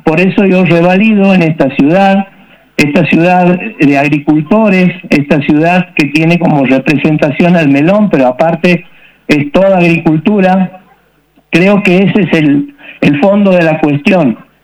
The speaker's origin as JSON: {"language": "Spanish", "region": "Santiago del Estero", "country": "Argentina", "said": "somos la comunidad de Santiago del Estero, que 100% sentimos nuestra santiagueñidad"}